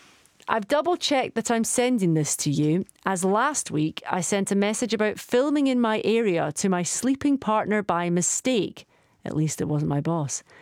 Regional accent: Edinburgh, Scotland, United Kingdom; I'm from Edinburgh.

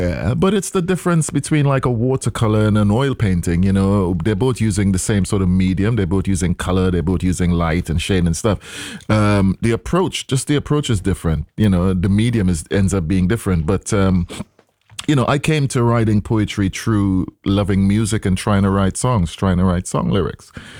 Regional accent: Trinidad & Tobago; moved away as an adult; in Trinidad, growing up in Trinidad

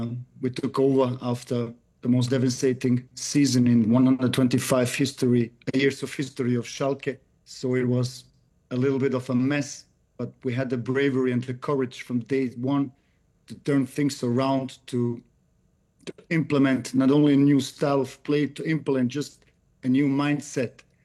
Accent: Austria; English is a second language; also born or lived in Bosnia; now in Germany; I grew up in, I'm from Bosnia. You know, I grew up in Austria, but I'm from Bosnia.

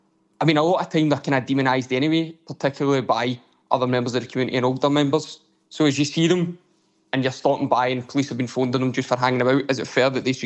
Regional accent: Glasgow, Scotland, United Kingdom; I've been a young person in the communities myself growing up in East End of Glasgow

